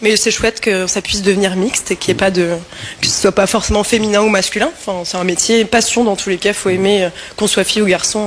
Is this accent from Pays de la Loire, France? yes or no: yes; Saint-Nazaire, Pays de la Loire, France; Je suis originaire de Saint-Nazaire.